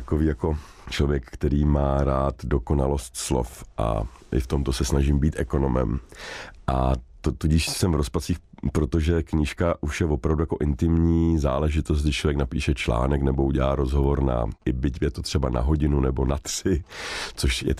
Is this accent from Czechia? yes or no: no; Finland; od mého mládí ve Finsku, jak jsem vyrůstal, jsem byl jedna z mála dětí, která viděla železnou oponu z obou stran. Já jsem vyrůstal jak rozesmátém, krásném Finsku a jezdil jsem neustále do České republiky